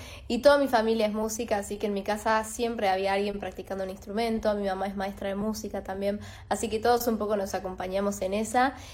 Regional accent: Córdoba, Argentina; Sí, soy argentina, de Córdoba, de hecho.

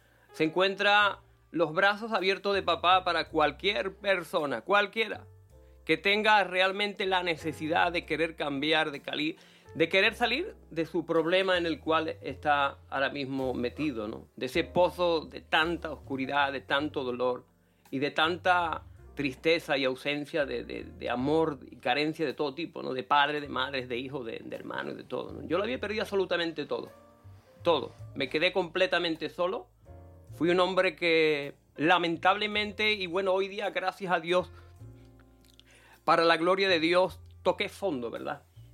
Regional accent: San Roque, Andalusia, Spain; born there; soy nacido en San Roque

